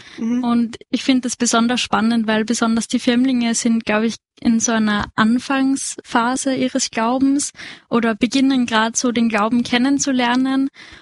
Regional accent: Bergland, Lower Austria, Austria; moved away as an adult; now in Vienna, Austria; ich bin aus Bergland. Genau, wir studieren beide gerade in Wien

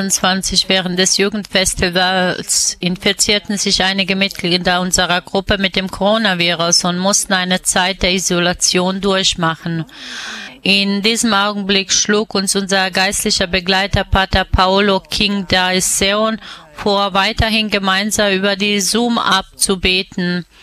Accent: South Korea; Wir kommen aus Südkorea

